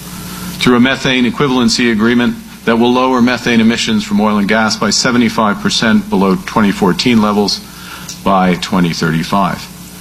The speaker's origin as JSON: {"language": "English", "town": "Edmonton", "region": "Alberta", "country": "Canada", "tie": "born there", "also_born_or_lived": "Fort Smith, Northwest Territories", "said": "I was in junior high with Alex Forbe, junior high in Edmonton."}